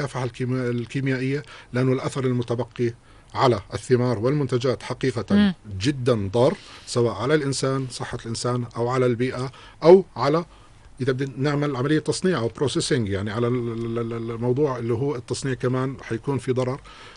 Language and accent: Arabic; Jordan